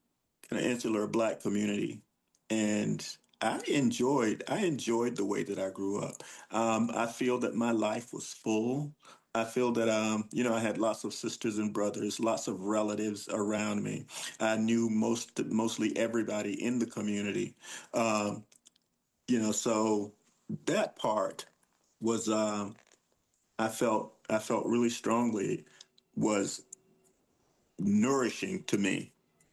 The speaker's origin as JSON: {"language": "English", "region": "Georgia", "country": "United States", "tie": "born or raised there", "said": "But I grew up, well, I was born in 61. So the schools, you know, that I, when I started the schools were still segregated."}